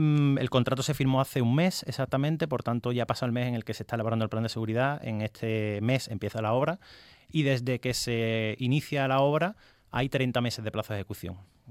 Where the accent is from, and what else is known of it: Cádiz, Andalusia, Spain